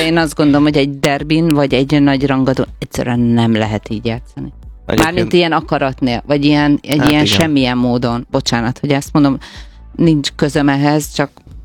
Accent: Hajdú-Bihar, Hungary; hajdúsági vérrel megáldva

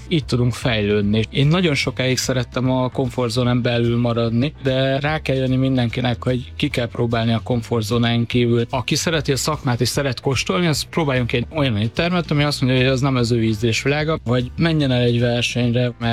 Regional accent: Hungary; now in Budapest, Hungary; Balatonról jöttem, én másfél éve élek itt Budapesten

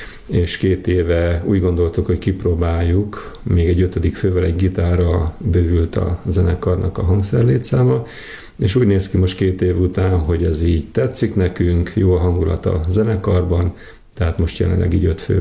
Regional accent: Tarján, Komárom-Esztergom, Hungary; amiben mi régen felnőttünk Tarjánban

